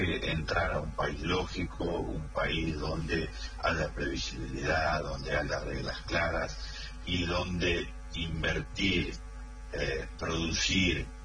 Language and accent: Spanish; Argentina; Y no me gustaría, como argentino, y más allá de todo análisis que uno pueda hacer